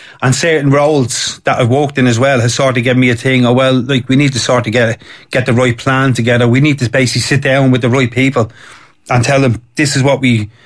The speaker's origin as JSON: {"language": "English", "town": "Dublin", "region": "Leinster", "country": "Ireland", "tie": "born or raised there", "said": "I wasn't born and bred in Darndale, but I was a 1-year-old when I moved in, and all through my lifetime and to today"}